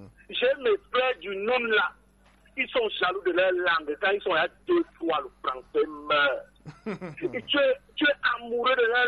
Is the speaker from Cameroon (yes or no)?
yes; Cameroon